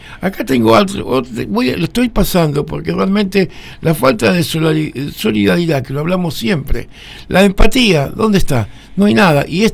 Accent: Argentina; ¿Se acuerdan que somos argentinos, que tenemos un territorio de los más grandes de Sudamérica y estamos entre los 20 países más grandes del mundo?

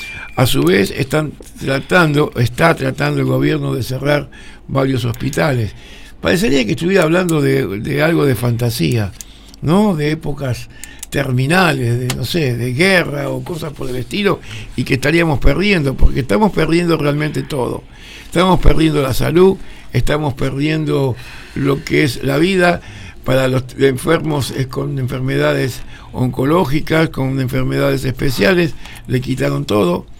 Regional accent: Argentina; ¿Se acuerdan que somos argentinos, que tenemos un territorio de los más grandes de Sudamérica y estamos entre los 20 países más grandes del mundo?

